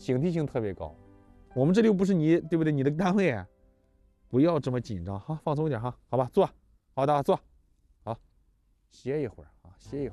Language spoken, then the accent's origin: Chinese; Shandong, China; 就在我们山东人有句古语讲，叫家财万贯，带毛的不算。